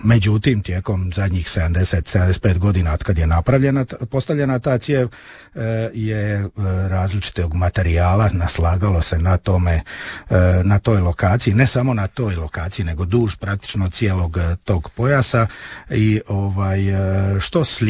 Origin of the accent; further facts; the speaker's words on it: Vrpolje, Croatia; Ja to područje poznajem, jer ja sam iz Vrpolja, pa poznajem područje, to spada pod Vrpolje.